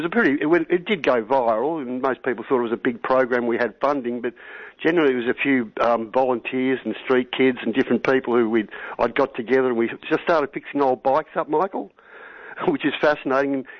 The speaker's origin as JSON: {"language": "English", "country": "Australia", "said": "I am, you know, an eighth generation Australian where my forefathers built and fought in wars"}